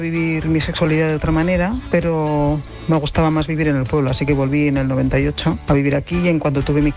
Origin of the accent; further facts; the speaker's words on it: Navarre, Spain; Me llamo de un pueblo pequeño de Navarra, tengo 60 años, soy lesbiana y vivo en mi pueblo en el que nací.